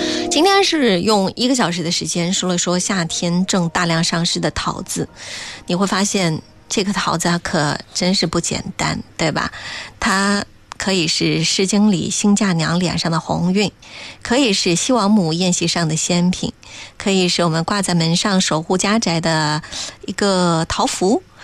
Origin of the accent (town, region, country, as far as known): China